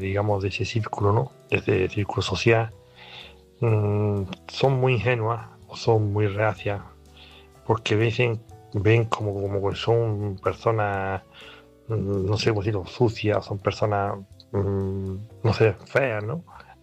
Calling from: Canada; de Canadá.

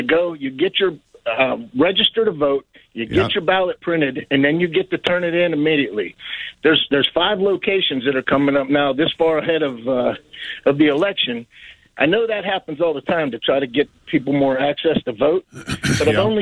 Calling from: Pittsburgh, Pennsylvania, United States; But here in Pittsburgh, we have some tickets, or I got tickets on the mind.

